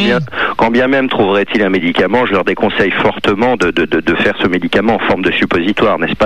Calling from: Issy-les-Moulineaux, Île-de-France, France; J'appelle d'ici les Moulineaux

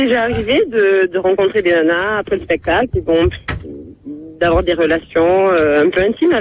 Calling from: Paris, Île-de-France, France; Oui, je suis à Paris.

